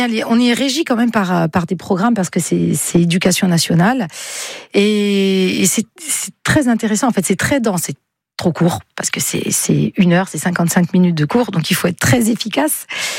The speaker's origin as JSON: {"language": "French", "town": "Sagone", "region": "Corsica", "country": "France", "tie": "born or raised there", "also_born_or_lived": "Bastia / Nice", "said": "J'étais à Sagone, mes parents habitaient Sagone, et on habitait une villa qui était sur deux étages."}